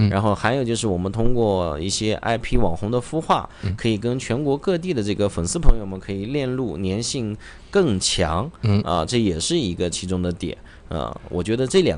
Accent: Inner Mongolia, China

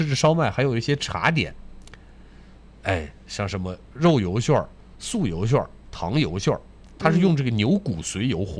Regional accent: Hohhot, Inner Mongolia, China; 然后到了我们当时规划城，我们规划城的是公元1572年建的城，

